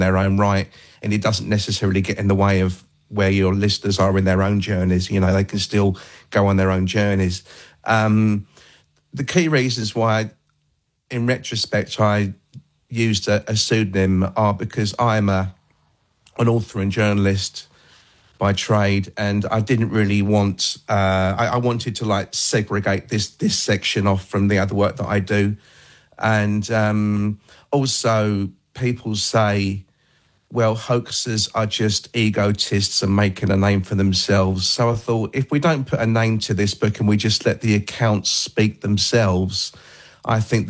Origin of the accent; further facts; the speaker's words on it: England, United Kingdom; That made me feel really at home as an Englishman.